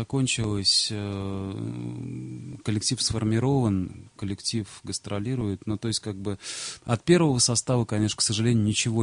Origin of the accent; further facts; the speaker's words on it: Chekhov, Moscow Oblast, Russia; also born or lived in Kazan / Baltics; Родился в Казани, в городе. Отец военный у меня. Мы переехали после моего рождения где-то сразу.